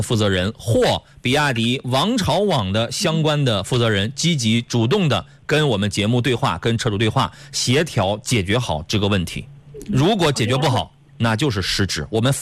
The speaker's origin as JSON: {"language": "Chinese", "town": "Qingdao", "region": "Shandong", "country": "China", "said": "我老家的朋友，我的老乡们"}